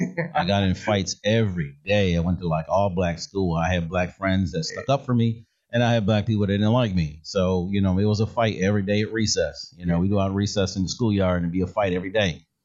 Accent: New York City, New York, United States; I was born in Brooklyn, Crown Heights, single mom, grew up poor, predominantly black neighborhood.

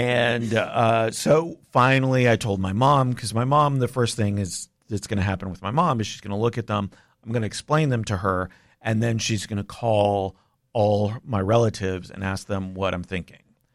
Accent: Canada; moved away; I'm Canadian

